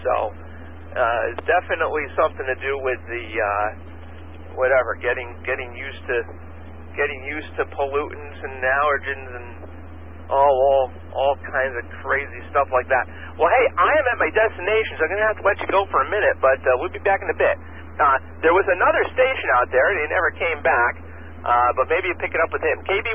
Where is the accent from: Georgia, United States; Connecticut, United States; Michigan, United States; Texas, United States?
Connecticut, United States; moved away as an adult; now in North Carolina, United States; I grew up in Connecticut.